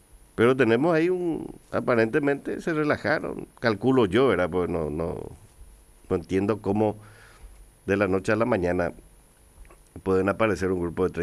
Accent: Paraguay

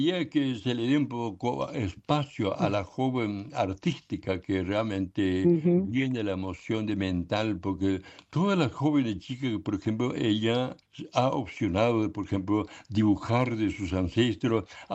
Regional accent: Paraguay; first language Ishir (Chamacoco); Spanish is a second language; mi pueblo paraguayo.

